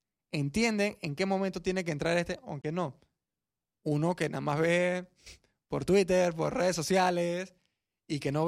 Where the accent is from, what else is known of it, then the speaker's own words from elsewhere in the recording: Panama; yo que soy panameño y he estudiado la historia de Panamá